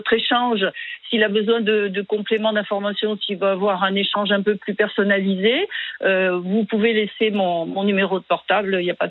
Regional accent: Sarlat, Nouvelle-Aquitaine, France; voilà, moi je suis de Sarlat, ouais.

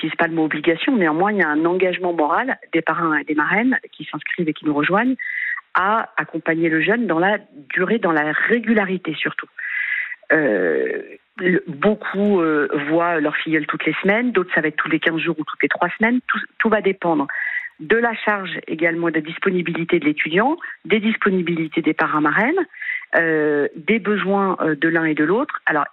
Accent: Lyon, Auvergne-Rhône-Alpes, France; C'est quand même, je suis une pure lyonnaise.

